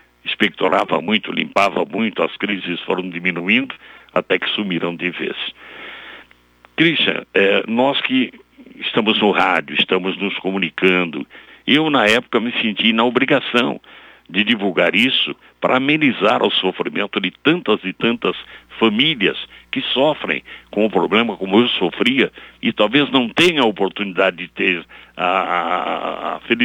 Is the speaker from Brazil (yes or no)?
yes; São Paulo, Brazil; olha, minha senhora, eu sou de São Paulo, eu estou aqui, eu tenho um problema com meu filho